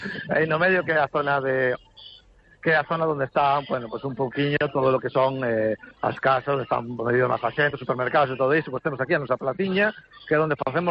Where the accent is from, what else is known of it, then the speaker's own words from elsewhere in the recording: Bañobre, Galicia, Spain; se digo polo meu pueblo, ¿no? Bañobre, que decir, non somos nin concello, temos unha verbena, ¿no?